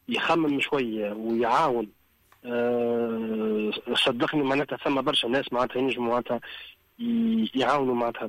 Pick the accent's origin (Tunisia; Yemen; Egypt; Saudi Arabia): Tunisia; Zarzis, Medenine; كي أنا مشيت عندهم في تونس وكيف هم جاوا عندنا معناتها في جرجيس